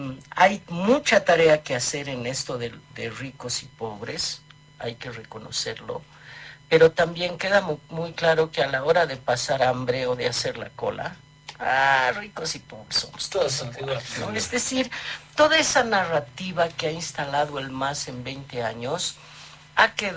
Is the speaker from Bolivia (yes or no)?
yes; Bolivia; Todos convivimos juntos y somos bolivianos.